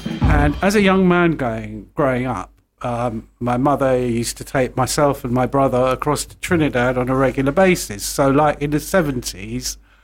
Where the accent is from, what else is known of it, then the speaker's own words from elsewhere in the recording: Harlesden, London, United Kingdom; Yeah, it was my local place because I'm sort of from the Willesden, Harlesden area.